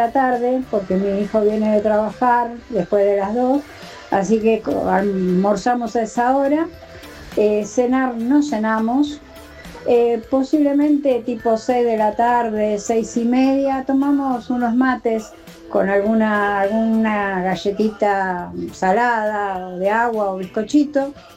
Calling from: Ramos Mejía, Buenos Aires Province, Argentina; de Acá de Ramos

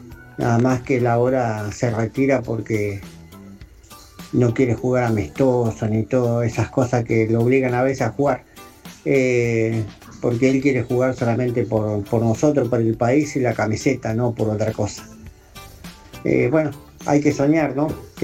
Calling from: Argentina; Yo, como todo argentino

